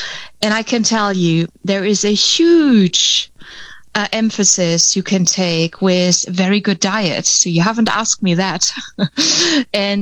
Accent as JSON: {"language": "English", "country": "Germany", "second_language": "English", "lives_now": "Netherlands"}